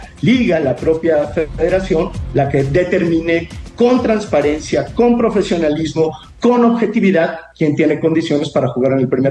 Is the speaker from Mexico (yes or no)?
yes; Guadalajara, Jalisco, Mexico; yo soy de Guadalajara